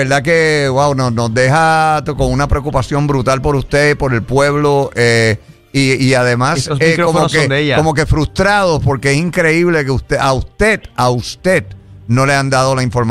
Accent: Puerto Rico

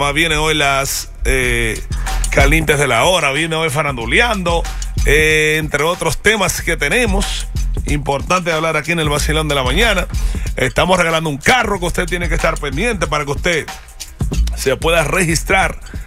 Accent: Dominican Republic; Bueno, pero si yo soy dominicano, tengo que nacer dominicano.

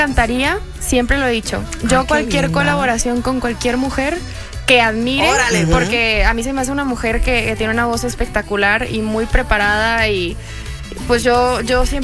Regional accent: Texas, United States; also born or lived in Monterrey, Nuevo León, Mexico; Yo nací en Monterrey, Nuevo León, soy fronteriza, viví toda mi vida en Texas.

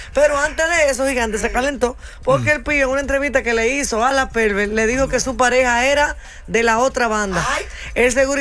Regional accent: Dominican Republic; uno demuestra la alegría, lo que uno es como dominicano

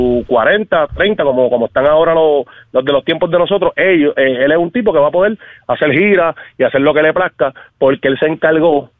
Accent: Puerto Rico; que siendo boricua uno

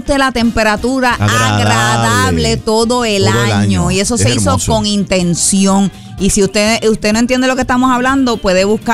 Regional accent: Cagua, Aragua, Venezuela; ¡Nos vamos para mi pueblo! Para la ciudad criolla

